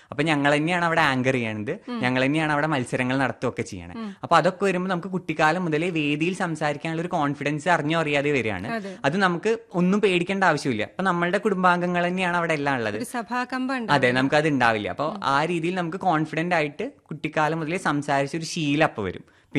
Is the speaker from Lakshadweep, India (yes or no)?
no; Poolamanna, Kerala, India; born or raised there